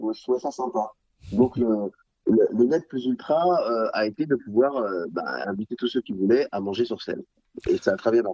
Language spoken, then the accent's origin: French; Paris, Île-de-France, France; moi, je suis martiniquais, mes deux parents sont antillais. J'ai grandi à Paris.